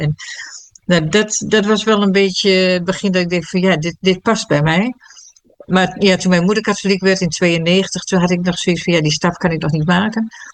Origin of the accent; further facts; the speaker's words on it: Stitswerd, Groningen, Netherlands; moved away as an adult; now in Glanerbrug, Netherlands; Nee, ik kom uit een Nederlands hervormd nest. Ik kom uit Groningen. Ik ben in een heel klein dorpje geboren, Stitswert. Niemand kent dat zo'n beetje. In het noorden van Groningen. In 1968 dus.